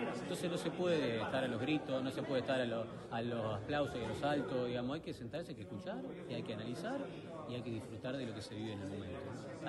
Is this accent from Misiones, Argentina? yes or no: no; Buenos Aires, Argentina; yo soy porteño